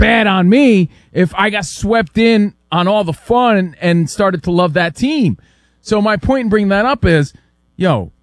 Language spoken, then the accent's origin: English; New York, United States; I'm from New York.